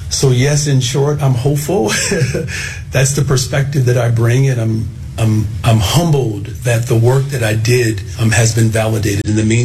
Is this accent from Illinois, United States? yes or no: yes; Chicago, Illinois, United States; But if that's the only thing as a Chicagoan, and especially as a Black Chicagoan, if that's the only coverage that you are experiencing